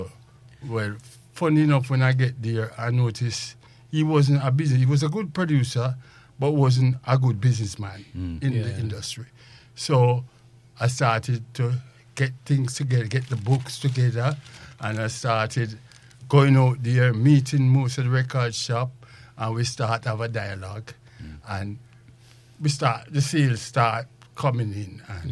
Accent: Jamaica; Growing up in Jamaica

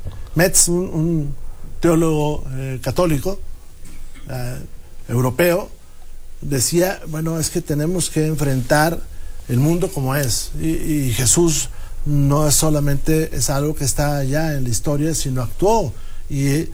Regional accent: Coahuila, Mexico; En mi tierra hubo algunos, pocos, en el sur, en Parras y en Saltillo.

